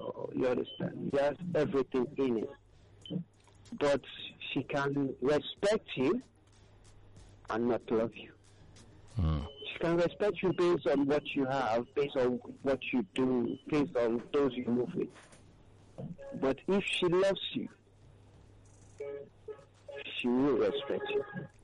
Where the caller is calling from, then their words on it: Egbeda, Lagos, Nigeria; I'm calling from Egbeda.